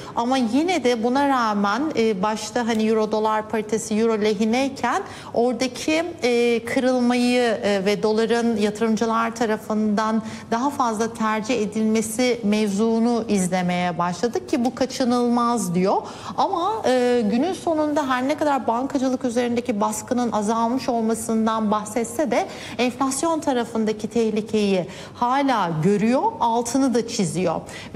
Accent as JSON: {"language": "Turkish", "region": "Adana", "country": "Turkey", "said": "Ben Adanalı olarak ben 50 dereceyi de gördüm."}